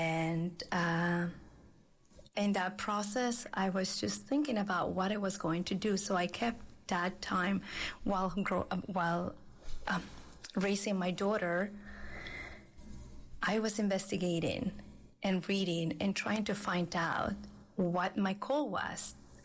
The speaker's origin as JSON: {"language": "English", "region": "Lima", "country": "Peru", "tie": "born or raised there", "second_language": "English", "moved": "as an adult", "lives_now": "United States", "said": "I was born and raised in Lima, Peru"}